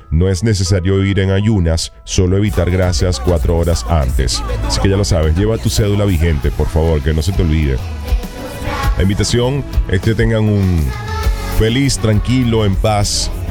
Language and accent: Spanish; Venezuela; como buenos venezolanos que somos